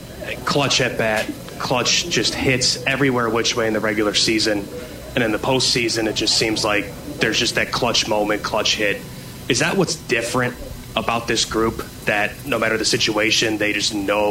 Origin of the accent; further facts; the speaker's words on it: Crystal Lake, Illinois, United States; now in Green Bay, United States; Illinois originally, a suburb of Chicago.